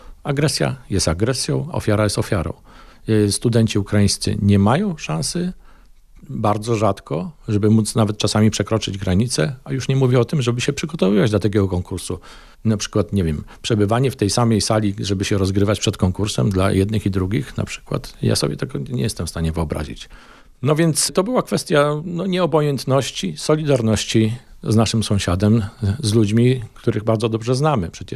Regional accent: Przemyśl, Subcarpathian Voivodeship, Poland; Natomiast ja pochodzę z Przemyśla. Miasta bardzo blisko umiejscowionego od ukraińskiej granicy. To jest 14 kilometrów od centrum miasta do granicy.

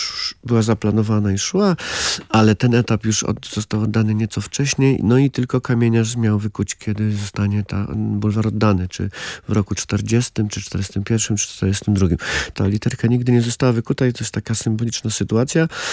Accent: Lesser Poland, Poland; moved away as an adult; also born or lived in Kraków; now in Warsaw, Poland; Ja pochodzę z Małopolski, z Pogórza, z gór i chodziłem do szkoły, do liceum w Krakowie i później na studia w Krakowie

